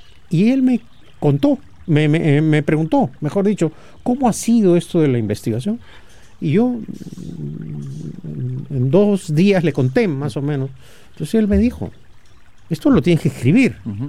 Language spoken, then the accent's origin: Spanish; Peru